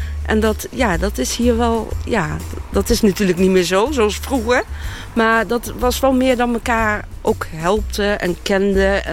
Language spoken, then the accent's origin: Dutch; Driel, Gelderland, Netherlands; Driel. Driel.